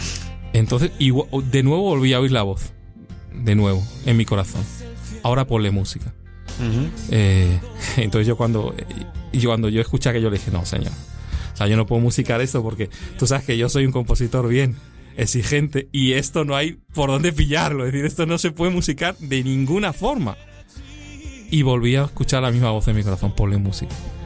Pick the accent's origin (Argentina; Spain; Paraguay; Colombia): Spain; una carga especial por España, por tu país